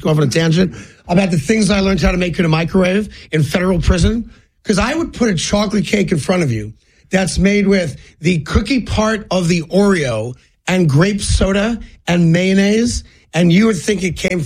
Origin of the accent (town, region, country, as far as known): East Coast, United States; born or raised there